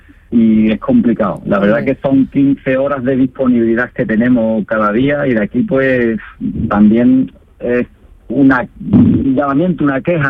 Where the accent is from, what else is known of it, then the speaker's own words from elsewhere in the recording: Estella del Marqués, Andalusia, Spain; now in Guadalcacín, Spain; Pues yo soy de una pedanía rural de aquí de Jerez, soy de Estella del Marqués, pero estoy empadronado y actualmente vivo en Guadalcacín, es un pueblo también rural de aquí de la zona.